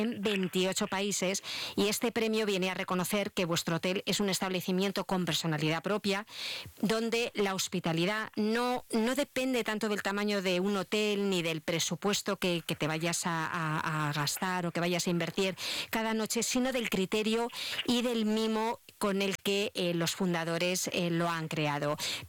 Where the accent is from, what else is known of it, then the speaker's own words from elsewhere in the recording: La Rioja, Spain; Mi tierra.